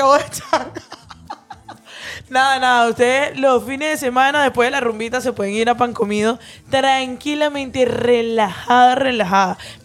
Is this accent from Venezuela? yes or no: yes; Venezuela; now in Valencia, Spain; los venezolanos estamos invadiendo.